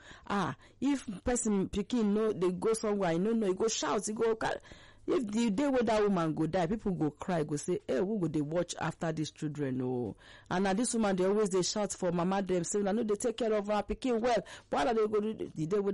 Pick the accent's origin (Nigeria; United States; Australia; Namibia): Nigeria; Akwa Ibom; Maybe somebody like me, I married to Abian man, I'm from Akwa Ibom